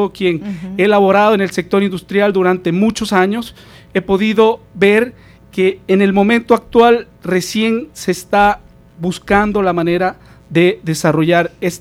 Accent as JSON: {"language": "Spanish", "town": "Santo Domingo", "region": "Santo Domingo de los Tsáchilas", "country": "Ecuador", "said": "nuestra ciudad, Santo Domingo."}